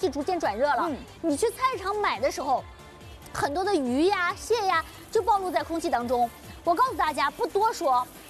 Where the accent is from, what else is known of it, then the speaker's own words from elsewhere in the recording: Qingdao, Shandong, China; 虽然我是一个青岛人，但是我还是要实事求是说，上海人为什么喜欢吃舟山的海鲜